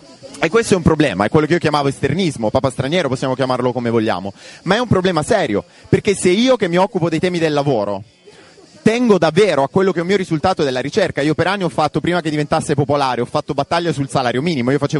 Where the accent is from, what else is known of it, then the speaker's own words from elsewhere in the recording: Bari, Apulia, Italy; also born or lived in Rome; now in Milan, Italy; io sono pugliese, sono barese, però vivo in Lombardia, lavoro e faccio ricerca lì.